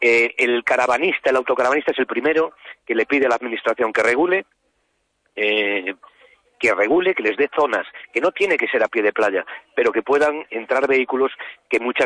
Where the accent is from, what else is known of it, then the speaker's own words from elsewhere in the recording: Meis, Galicia, Spain; also born or lived in Vigo; la comarca de Meis y de Arousa, de la que soy, además, es mi pueblo de toda la vida, Mosteiro